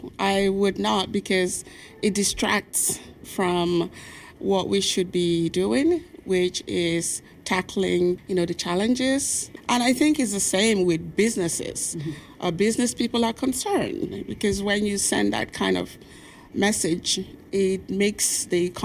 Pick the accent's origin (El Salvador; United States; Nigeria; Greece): Nigeria; moved away as an adult; now in Edmonton, Canada; when I chose Alberta as my second home, I'm originally Nigerian.